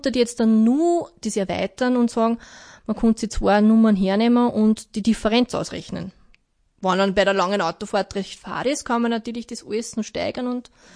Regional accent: Vöcklabruck, Upper Austria, Austria; aus dem Hasenviertel und aus dem Bezirk Vöcklabruck komme, habe ich natürlich Vöcklabruck, meine alte Heimat, auch mit eingebunden.

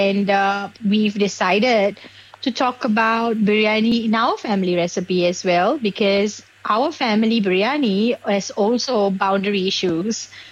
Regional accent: Singapore; English is a second language; now in Germany; born and bred in Singapore, where life is efficient, fast and highly productive.

